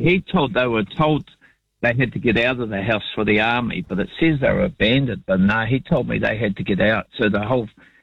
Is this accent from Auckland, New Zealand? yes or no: no; Canterbury, New Zealand; now in Nelson, New Zealand; I was brought up in North Canterbury.